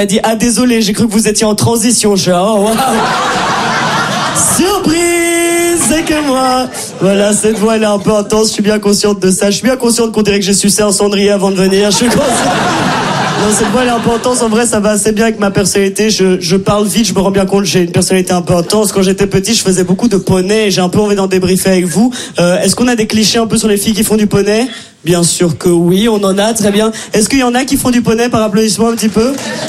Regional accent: Brussels, Belgium; accent: Brussels

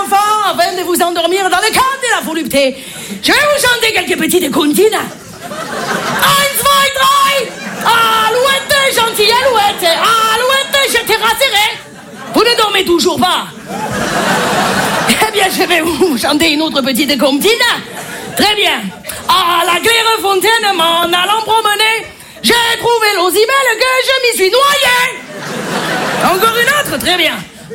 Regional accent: Marseille, Provence-Alpes-Côte d'Azur, France; accent: Marseille; Je m'y connais en accent, hein. Je suis marseillaise.

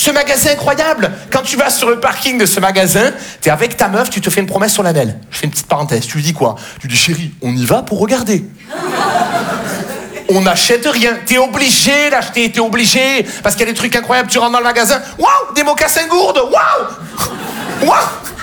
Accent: Marseille, Provence-Alpes-Côte d'Azur, France; Et évidemment, il n'est pas attaché, parce que chez moi, à Marseille, la ceinture, ça ne sert à rien.

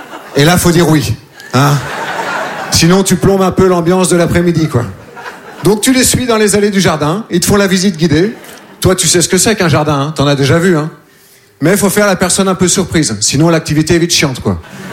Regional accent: Nouvelle-Aquitaine, France

